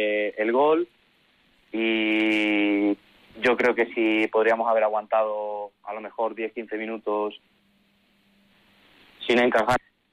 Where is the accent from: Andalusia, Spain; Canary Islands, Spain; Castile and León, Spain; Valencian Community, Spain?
Andalusia, Spain; yo creo que también pues el ir como a mi tierra un poco, Andalucía, pues me ha dado como esa inspiración para marcar el gol